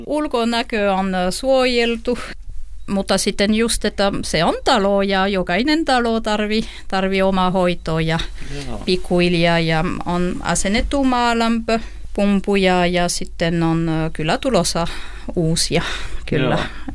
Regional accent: France; Finnish is a second language; moved away as an adult; now in Lentiira, Finland; Olen ranskalainen. Olen tullut tällä kylälle 2001.

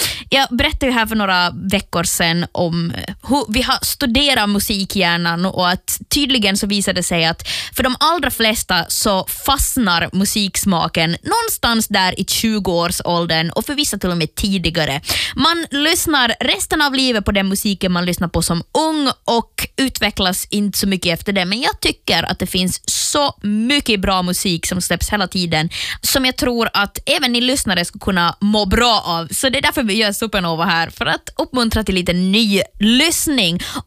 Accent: Finland; vi är ju ändå finnar

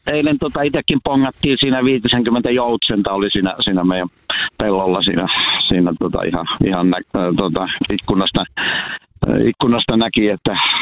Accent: Angesselkä, Central Finland, Finland; No joo, itse asiassa olen paljasjalkainen angesselkäläinen. Ainoastaan 6 vuotta on asunut Angesselän ulkopuolella

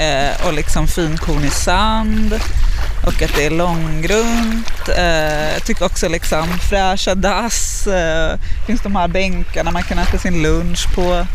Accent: Stockholm, Stockholm County, Sweden; och jag är från Stockholm.

